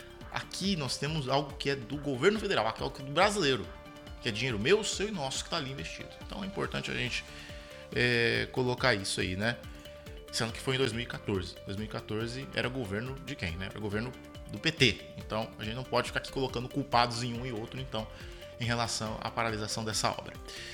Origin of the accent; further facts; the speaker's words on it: Brazil; eu torço como brasileiro e como pessoa que acredita no seu país e na sua cidade, como no caso é Três Lagoas, como eu acredito na Três Lagoas que eu vivo há 28 anos